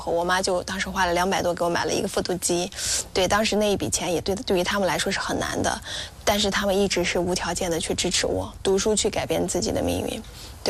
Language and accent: Chinese; Ningxia, China; 闽宁镇移民第二代。